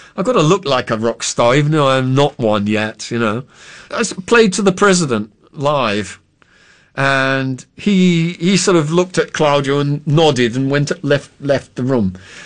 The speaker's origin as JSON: {"language": "English", "region": "England", "country": "United Kingdom", "moved": "as an adult", "lives_now": "Brazil", "said": "He knew as an Englishman, I love puns."}